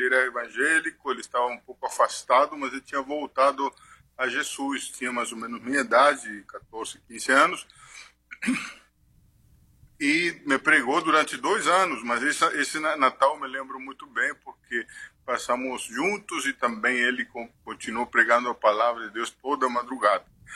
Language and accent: Portuguese; Resistencia, Chaco, Argentina; Nasci na Argentina no ano de 1970 e vivi todo esse tempo no norte, numa cidade que se chama Resistência, a capital de um estado do norte, nordeste da Argentina, né?